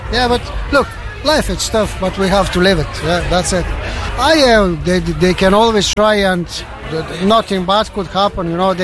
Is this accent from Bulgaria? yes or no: yes; Bulgaria; moved away as an adult; now in Ireland; we are from Bulgaria originally.